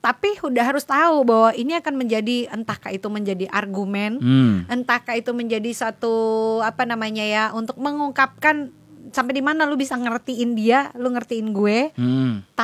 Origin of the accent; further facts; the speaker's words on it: Sulawesi, Indonesia; aku dari daerah Manado, Makassar.